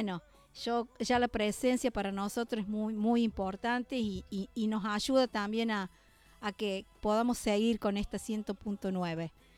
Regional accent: Argentina; ese celeste y blanco que nos identifica como nación y que me orgullece como argentina.

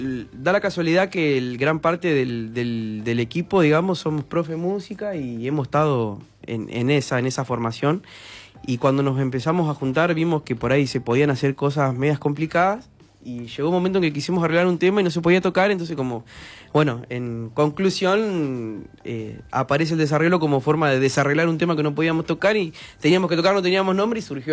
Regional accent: Adolfo Van Praet, La Pampa, Argentina; now in General Pico, Argentina; yo estoy viviendo en Pico, pero en realidad soy de Adolfo Van Praet.

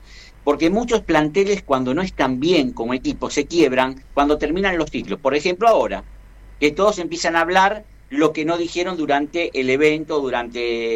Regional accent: Argentina; no es lo que quisiera como argentino

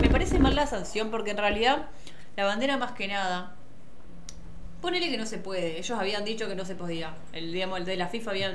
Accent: Argentina

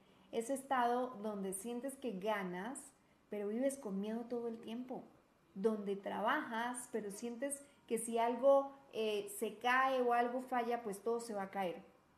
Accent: Colombia; now in Guadalajara, Mexico; colombiana, ahorita estoy viviendo en Guadalajara, México

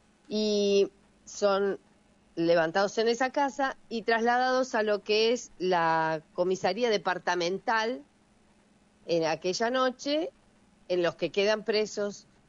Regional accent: San Andrés, Buenos Aires Province, Argentina; en mi barrio, en el lugar de donde yo nací.

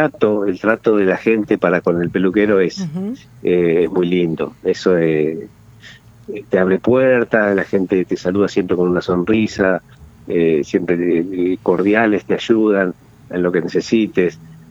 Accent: Paraná, Entre Ríos, Argentina; Yo soy de acá de Paraná

